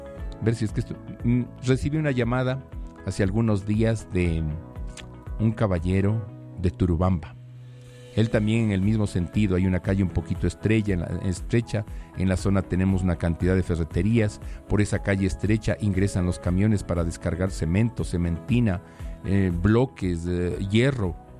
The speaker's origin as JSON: {"language": "Spanish", "town": "Quito", "region": "Pichincha", "country": "Ecuador", "said": "soy servidor público municipal y soy ciudadano de Quito. Estoy en las dos orillas."}